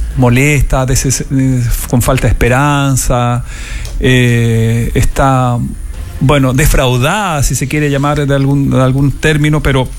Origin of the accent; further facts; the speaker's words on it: Chile; Pero, en fin, somos todos chilenos.